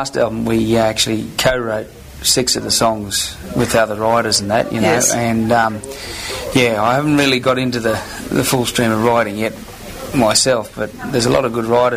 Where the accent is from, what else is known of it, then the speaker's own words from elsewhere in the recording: Biloela, Queensland, Australia; born there; also born or lived in Moura, Queensland; I was born in Motto, and I went to school there for a couple of years, and then we moved over to Billawheeler. So that's just southwest of Rockhampton